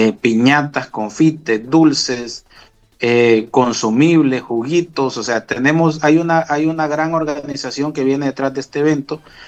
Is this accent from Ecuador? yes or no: no; Honduras; lo hacemos porque somos buenos cristianos, lo hacemos porque somos buenos hondureños